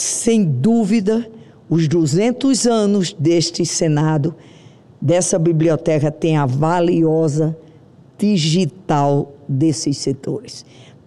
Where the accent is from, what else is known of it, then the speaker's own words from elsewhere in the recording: Brazil; Porque eu sou de uma região do Siridó, que o Siridó é uma alimentação para a gente encher os olhos, o coração e tudo.